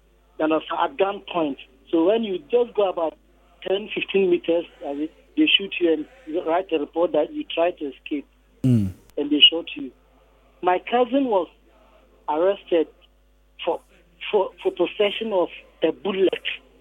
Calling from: Ekiti, Nigeria; I'm calling from Ekiti.

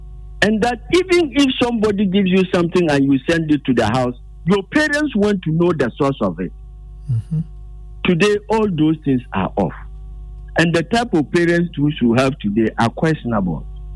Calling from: Medina, Greater Accra, Ghana; I'm calling from Medina.

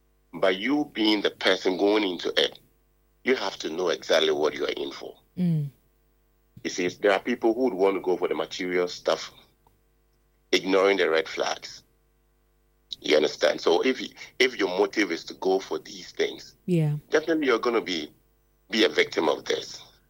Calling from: Accra, Greater Accra, Ghana; I'm calling from Accra.

